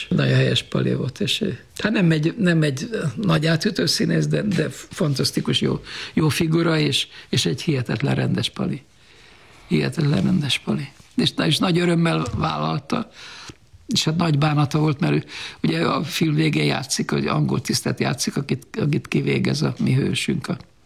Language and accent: Hungarian; Hungary; mert én, mint magyar rendező